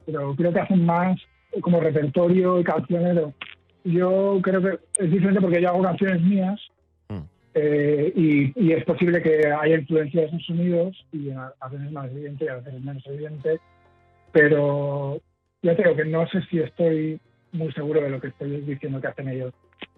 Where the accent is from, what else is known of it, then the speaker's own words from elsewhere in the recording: Picassent, Valencian Community, Spain; moved away; yo crecí en el campo y luego me mudé a Picassent, que es un pueblo del norte sur de Valencia. Uh-huh. Y en realidad no viví muchos años, lo más que viví los años de ir a primaria y a secundaria.